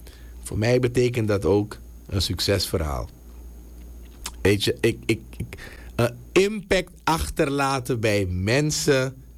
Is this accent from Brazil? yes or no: no; Suriname